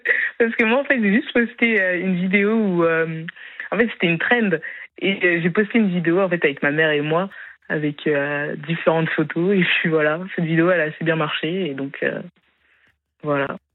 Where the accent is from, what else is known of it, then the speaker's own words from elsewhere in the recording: France; born there; also born or lived in Haiti; là, je suis en France